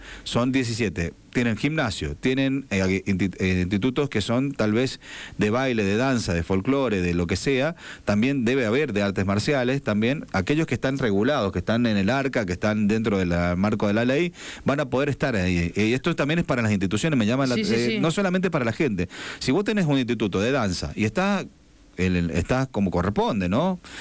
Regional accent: San Juan, Argentina; los que los votaron somos los sanjuaninos

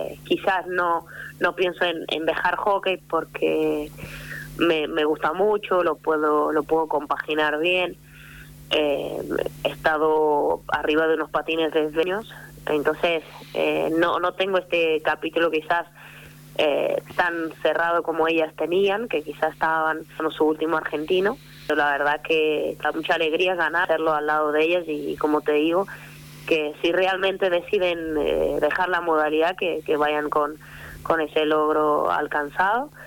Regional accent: Portugal; Spanish is a second language; yo vengo de Portugal, aprecio el club, pero después tengo gente al lado que ha crecido en el club y que ama el club

